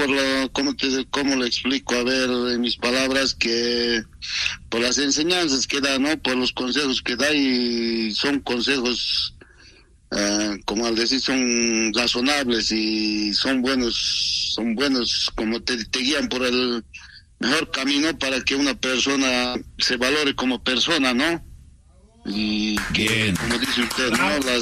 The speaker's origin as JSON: {"language": "Spanish", "country": "Bolivia", "said": "Soy de Bolivia, pero la ciudad donde yo vivo se llama Guanuni. Es una ciudad pequeña."}